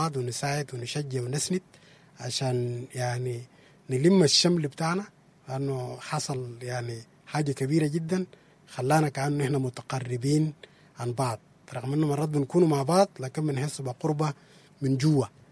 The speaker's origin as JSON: {"language": "Arabic", "country": "Sudan", "moved": "yes", "said": "ونحنا اتفرقنا لأماكن كثيرة لبلدان كثيرة، لكن احنا كشعب سوداني"}